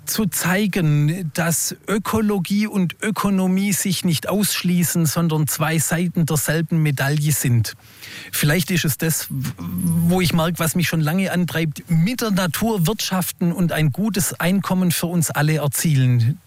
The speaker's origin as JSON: {"language": "German", "region": "Baden-Württemberg", "country": "Germany", "tie": "born or raised there", "said": "Ich bin im Streuobstgürtel Vorderschwäbischen Alb groß geworden. Also als Kind bin ich durch die Wacholderheiden, Streuobstwiesen und Hecken meiner Heimat gestreift."}